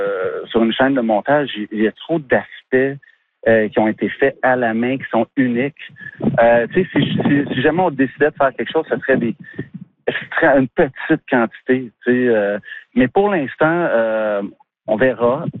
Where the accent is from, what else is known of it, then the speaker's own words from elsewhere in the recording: Montreal, Quebec, Canada; Je viens de Montréal moi-même, j'habite Montréal.